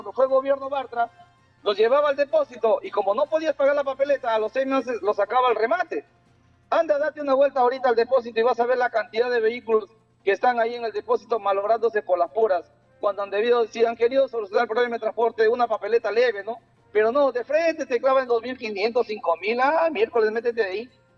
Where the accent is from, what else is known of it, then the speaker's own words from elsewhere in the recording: Chiclayo, Lambayeque, Peru; Yo soy chiclayano, soy de Luján, soy un lambayecano.